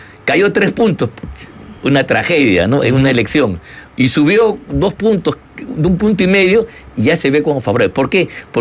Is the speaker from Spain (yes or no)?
no; Peru; en el Perú tenemos todo lo contrario.